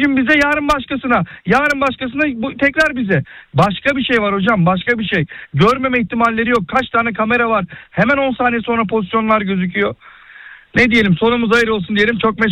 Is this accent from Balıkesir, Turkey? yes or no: no; Beşiktaş, Istanbul, Turkey; ben 1986 doğumluyum. Beşiktaş'ta doğdum, büyüdüm.